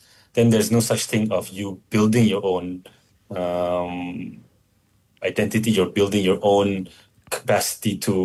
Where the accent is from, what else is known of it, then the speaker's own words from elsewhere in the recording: Kajang, Selangor, Malaysia; I grew up in Kajang. So my neighborhood, you literally have, it was a landed property, terrace houses.